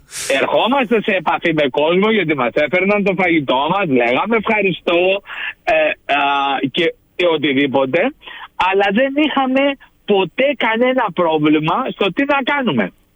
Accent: Greece; εγώ μεγάλωσα στην Ελλάδα στις δεκαετία του 70

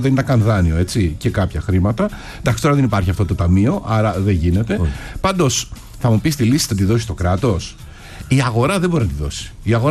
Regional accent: Perissos, Attica, Greece; Εγώ ξέρω πολυκατοικία στην περιοχή που μεγάλωσα στον Περισσό.

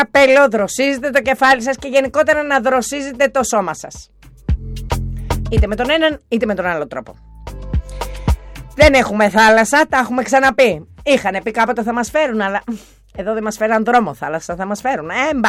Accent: Greece

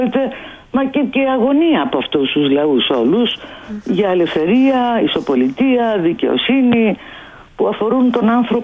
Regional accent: Kefalonia, Ionian Islands, Greece; είμαι από την Κεφαλονιά

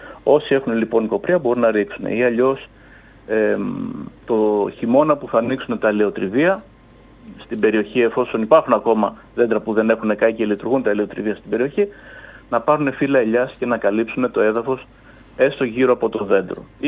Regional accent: Crete, Greece; Έχουμε αυτή τη στιγμή στην Κρήτη, την πατρίδα μου, στα Χανιά, στις Άνω Βούβες, ένα δέντρο

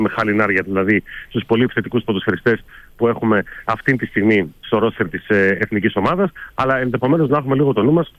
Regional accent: Greece; ως Έλληνες

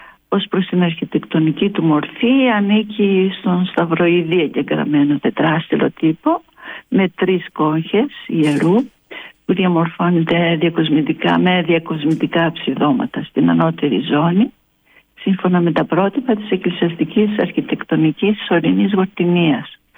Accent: Thebes, Central Greece, Greece; moved away as an adult; now in Magoulia, Greece; Εγώ είμαι από τη Θήβα.

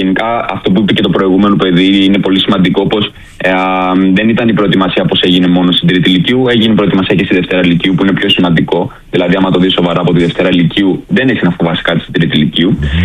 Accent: Rhodes, South Aegean, Greece; Ναι, είμαι από τη Ρόδο.

